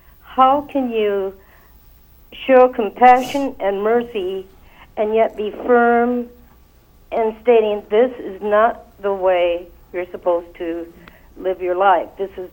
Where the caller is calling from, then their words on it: Spokane, Washington, United States; Spokane, Washington.